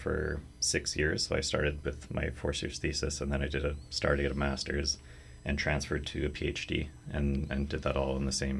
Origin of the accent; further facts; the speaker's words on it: Thunder Bay, Ontario, Canada; now in Ottawa, Canada; So then I'm originally from Thunder Bay, so Northern Ontario, not a large city, but like a decent size, the biggest one in that region.